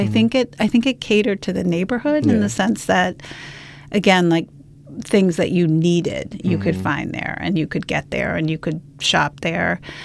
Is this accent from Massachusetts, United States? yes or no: yes; Cambridge, Massachusetts, United States; So, yeah, so I was born and raised Cambridge on Pearl Street, actually, so very close to Central Square.